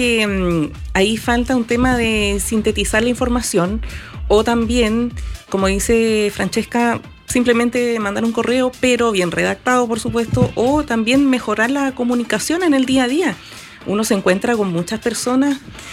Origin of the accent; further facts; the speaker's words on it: Chiloé, Los Lagos, Chile; somos de Chiloé. Somos de acá